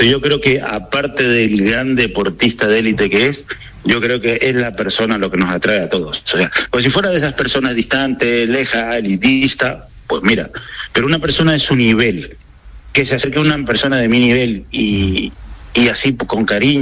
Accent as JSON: {"language": "Spanish", "country": "Argentina", "said": "O sea, como cualquier argentino."}